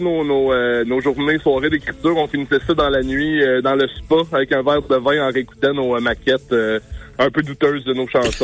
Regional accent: Quebec, Canada; On est des gars des cantons de l'Est

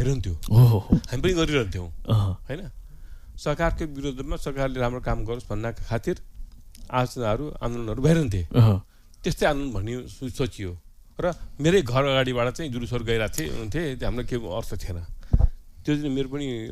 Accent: Kathmandu, Bagmati, Nepal; म नेपालको काठमाडौँको पनि बानेश्वर 10

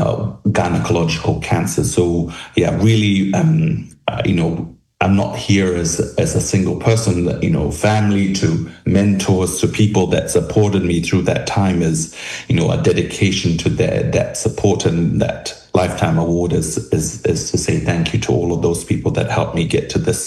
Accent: Tonga; born there; Yeah, I was born in Tonga. My mum is Tongan and dad is Australian

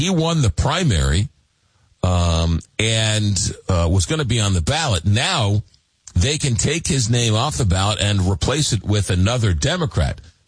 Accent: Long Island, New York, United States; born or raised there

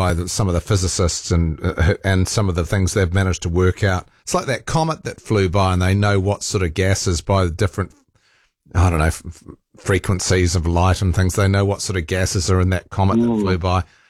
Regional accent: New Zealand; are you proud of being a New Zealander? It's like, not particularly. I mean, I'm grateful to live where I live.

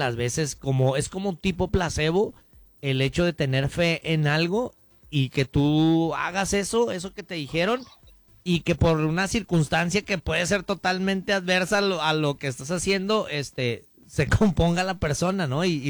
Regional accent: Mexico; Como mexicanos tenemos muchas cosas únicas

